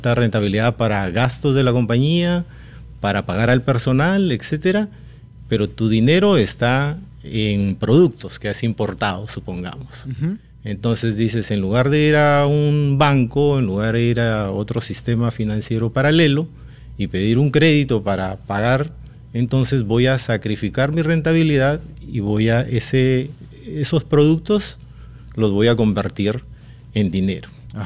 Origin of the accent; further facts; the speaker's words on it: Talara, Piura, Peru; Mi tierra. Soy nacido en Talara, Piura.